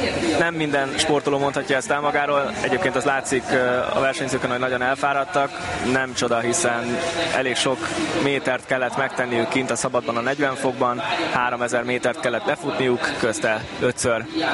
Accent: Hungary; nyilván magyarként hazabeszél az ember

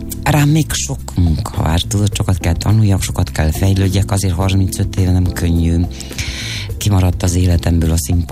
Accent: Transylvania, Romania; Van ilyen nekem, otthon Erdélyben van.

